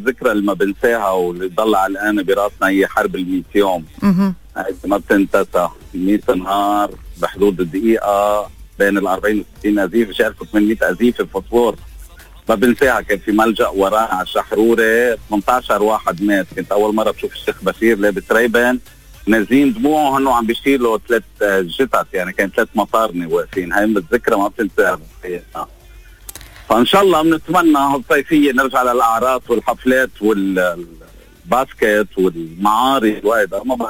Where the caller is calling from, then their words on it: Lebanon; من الشفية.